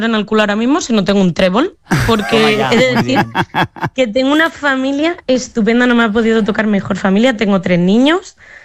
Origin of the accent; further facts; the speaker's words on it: Extremadura, Spain; accent: Madrid; also born or lived in Madrid; now in Ireland; Pues es que el acento es un poco tirando de Madrid porque nací en Madrid, pero soy extremeña y defiendo mucho mi orgullo extremeño.